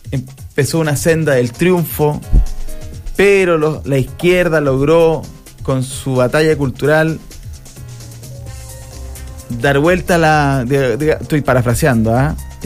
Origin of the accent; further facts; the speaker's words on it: Chile; Y aquí nosotros, como chilenos, chilenas, tenemos que tomar postura.